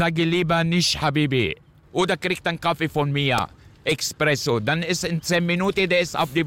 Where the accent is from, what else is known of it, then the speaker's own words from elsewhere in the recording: Beirut, Beirut Governorate, Lebanon; German is a second language; Ich habe seit schon viele Jahre da, weil wo ich herkomme, aus Beirut, ich war immer am Strand